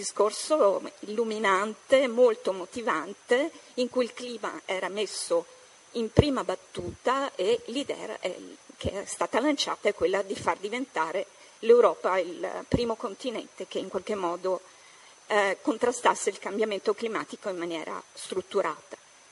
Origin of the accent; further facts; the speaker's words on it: Venice, Veneto, Italy; con l'accento quello giusto, vengo da Venezia, non sono campana